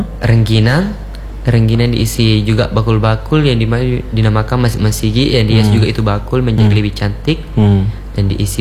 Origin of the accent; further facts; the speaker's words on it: South Sulawesi, Indonesia; Kabupaten Takalar atau desa saya sendiri, desa Cikoang